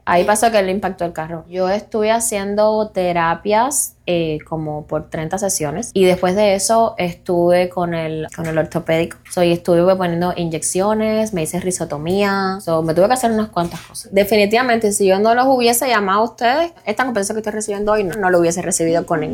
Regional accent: Miami, Florida, United States; soy de aquí, soy de aquí de Miami.

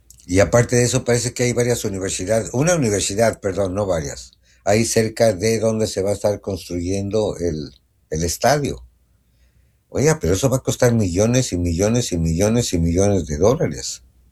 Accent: Mexico City, Mexico; Yo pensé que él iba a ir a la América, porque pues los dos somos del DF, pero no.

